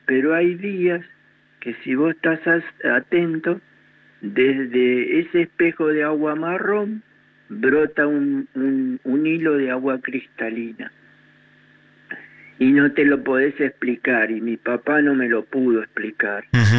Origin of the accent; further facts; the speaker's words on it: San Nicolás de los Arroyos, Buenos Aires Province, Argentina; Yo nací en San Nicolás de los Arroyos.